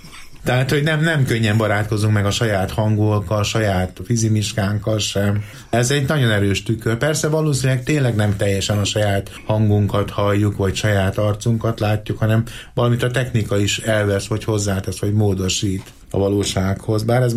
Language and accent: Hungarian; Palócföld, Hungary; accent: Palóc; én palóc vagyok.